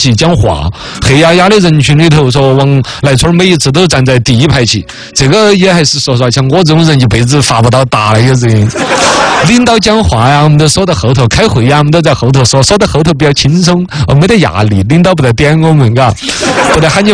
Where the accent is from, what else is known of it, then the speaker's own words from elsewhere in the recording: China; 在我们中国人的文化当中